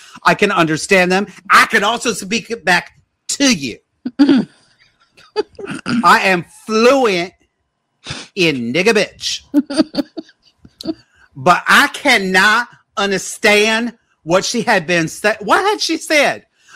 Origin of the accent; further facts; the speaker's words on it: New York, United States; accent: upstate New York twang; I deliberately changed my accent and got rid of the upstate New York twang. Sometimes it comes out a little bit, but this used to be normal.